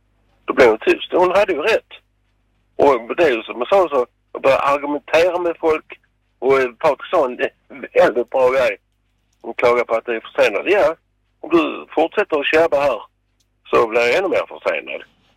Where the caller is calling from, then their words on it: Sweden; inte för mig som svensk